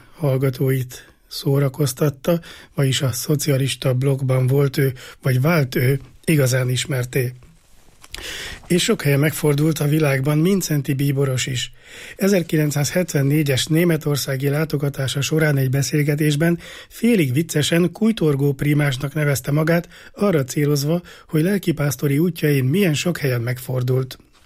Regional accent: Hungary; aki miután megtudta, hogy magyar vagyok

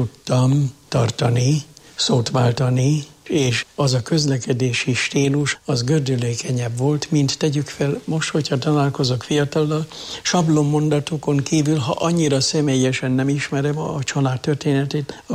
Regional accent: Jászárokszállás, Jász-Nagykun-Szolnok, Hungary; És ami még a szülőhazám idejére visszanyúlik, ott minden első szombaton mondattak szentmisét papi hivatásokért. Na most akkor ezt elmondom. Édesanyám benne volt a tanyai világnak, a jászárokszállási tanyai körzetnek a Rózsafűzér társulatába.

